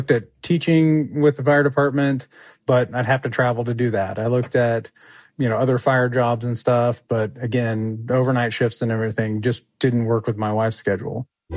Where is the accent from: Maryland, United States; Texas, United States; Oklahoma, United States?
Texas, United States; we are originally from Texas, and that's where I was a firefighter.